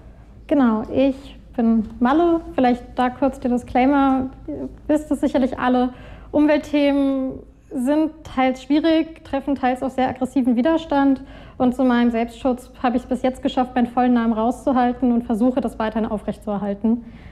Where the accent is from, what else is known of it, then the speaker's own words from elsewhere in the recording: Berlin, Germany; ich bin in Berlin aufgewachsen.